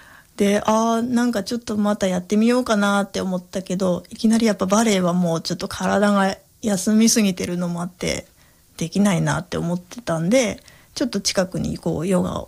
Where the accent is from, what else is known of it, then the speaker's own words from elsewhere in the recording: Nagoya, Aichi, Japan; born there; moved away; たまたま最初名古屋の生まれた時は名古屋に住んでたので、